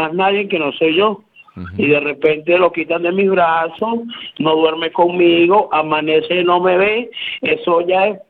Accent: Caracas, Capital District, Venezuela; Yo soy de Caracas, la capital.

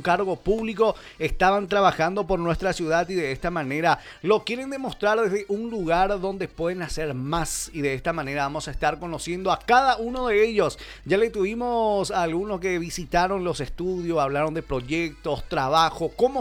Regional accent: Pedro Juan Caballero, Amambay, Paraguay; Como paraguayos, como paraguayas, como Pedro Juaninos, Pedro Juanina

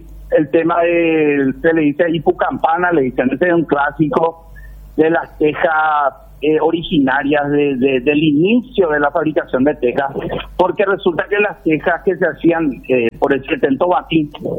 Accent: Asunción, Paraguay; born there; now in Luque, Paraguay; Yo soy luqueño porque por adopción, nací en Asunción

